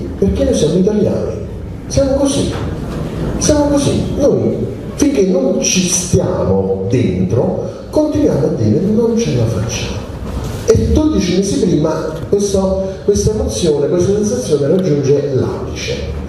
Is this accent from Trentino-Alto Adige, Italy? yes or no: yes; Trentino-Alto Adige, Italy; Non sono di Taranto, io vengo dal Trentino Alto Adige, come si comprende dal mio accento.